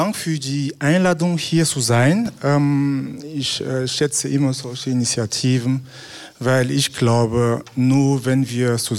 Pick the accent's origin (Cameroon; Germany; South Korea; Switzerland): Cameroon; now in Austria; Ich komme aus Kamerun